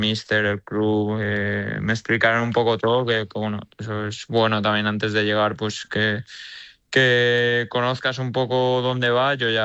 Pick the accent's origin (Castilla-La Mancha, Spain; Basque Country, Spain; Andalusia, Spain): Basque Country, Spain; San Sebastián; born there; Sí, yo nací en Donosti